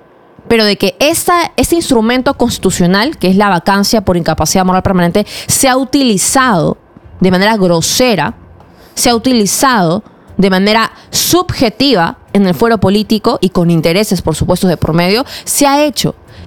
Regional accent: Peru; nosotros como peruanos

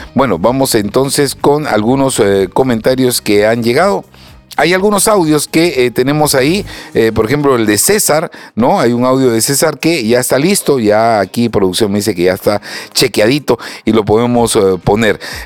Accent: Peru; como peruanos de buen diente, la cocina es espectacular.

